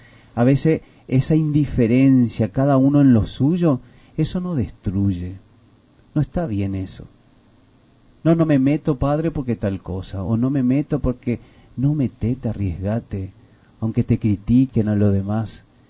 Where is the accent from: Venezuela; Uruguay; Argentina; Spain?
Argentina; viene estos días para nosotros como pueblo argentino recibir al Santo Padre